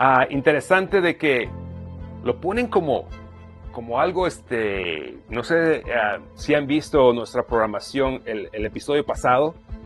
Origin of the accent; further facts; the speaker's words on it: Mexico; yo soy de México